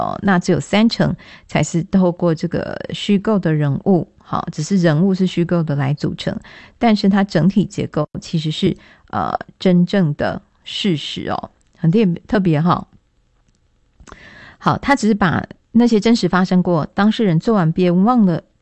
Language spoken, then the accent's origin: Chinese; Taiwan; 他发现我们是来自台湾